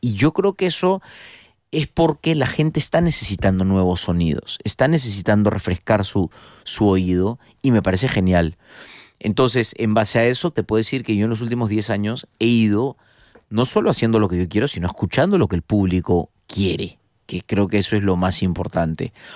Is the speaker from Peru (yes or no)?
yes; Peru; moved away as an adult; now in Spain; me siento muy orgulloso de ser peruano y adoro mi país